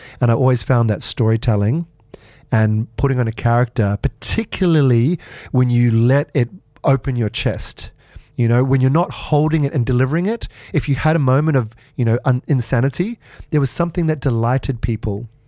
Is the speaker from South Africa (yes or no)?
yes; South Africa; growing up in South Africa, sitting at dinner parties as a child